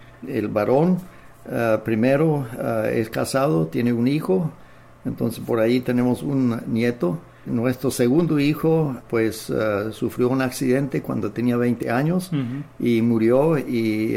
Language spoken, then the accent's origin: Spanish; Saskatchewan, Canada; Spanish is a second language; moved away as an adult; also born or lived in Nicaragua / Manitoba; Ambos somos de el área de, bueno, de la provincia de Saskatchewan, cerca de la ciudad de Swift Current. Y ahí nos casamos y estuvimos el primer año de nuestra vida de casado en Swift Current.